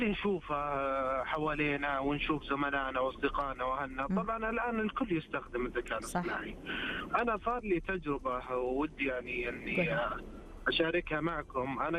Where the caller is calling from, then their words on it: Riyadh, Riyadh Province, Saudi Arabia; من الرياض.